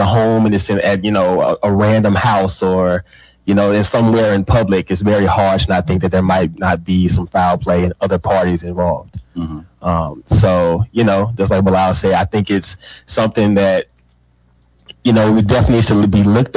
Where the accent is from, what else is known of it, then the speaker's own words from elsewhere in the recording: the South, United States; as a black male growing up in the South